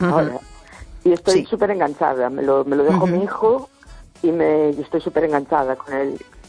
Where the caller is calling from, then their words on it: A Coruña, Galicia, Spain; Hola. Hola … de La Coruña.